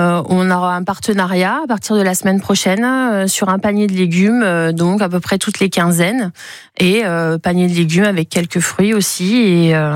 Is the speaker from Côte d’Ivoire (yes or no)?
no; Bourgogne-Franche-Comté, France; now in Pyrénées-Orientales, France; parce que je suis originaire du Jura à la base, et donc voilà, je suis née dedans